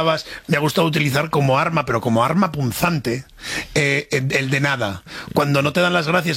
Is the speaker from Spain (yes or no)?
yes; Asturias, Spain; En efecto, por eso yo, siendo asturiano, no, imposible.